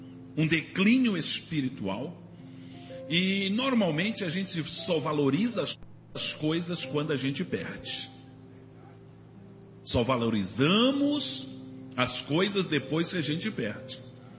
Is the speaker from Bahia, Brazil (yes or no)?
yes; Bahia, Brazil; Eu sou lá do interior da Bahia. E eu morei a 200, não dá nem 500 metros da praia.